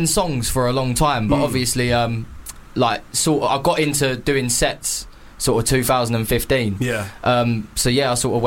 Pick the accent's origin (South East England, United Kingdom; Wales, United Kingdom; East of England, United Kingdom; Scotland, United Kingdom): East of England, United Kingdom; I come from Essex. Obviously, I've got family in London as well, so we sound quite similar.